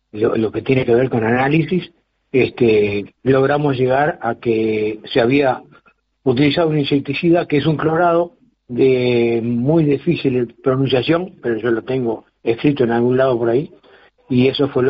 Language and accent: Spanish; Colonia, Uruguay; Yo soy de Hombre de la Valle, departamento de Colonia, una zona muy agrícola